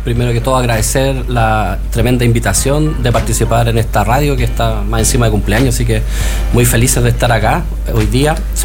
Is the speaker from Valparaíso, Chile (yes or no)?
yes; Viña del Mar, Valparaíso, Chile; born there; Yo nací en Viña.